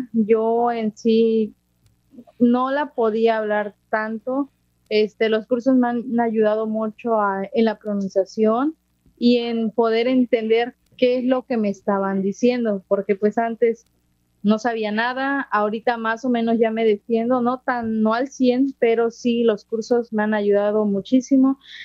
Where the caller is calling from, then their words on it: Coxquihui, Veracruz, Mexico; desde la Sierra de Totonacapan, desde el bello municipio de Coxquiwi, con mucho calor